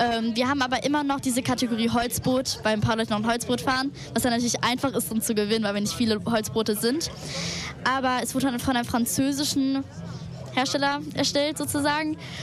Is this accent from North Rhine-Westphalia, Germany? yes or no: yes; Cologne, North Rhine-Westphalia, Germany; Und ich komme aus Köln.